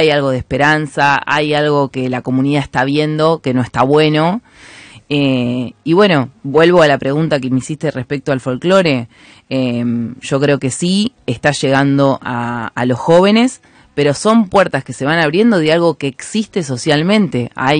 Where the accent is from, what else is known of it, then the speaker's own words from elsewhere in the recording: General Belgrano, Buenos Aires Province, Argentina; moved away; also born or lived in La Plata; yo soy de General Belgrano, nací en La Plata, pero a los 2 años me fui a General Belgrano. Siempre digo que soy de General Belgrano porque tengo todo mi querencia hasta allá